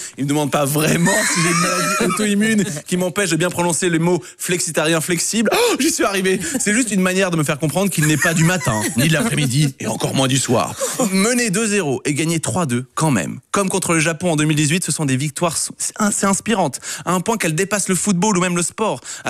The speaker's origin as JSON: {"language": "French", "country": "Belgium", "said": "le bonheur que nous traversons en tant que Belges miraculés ne connaît aucune limite"}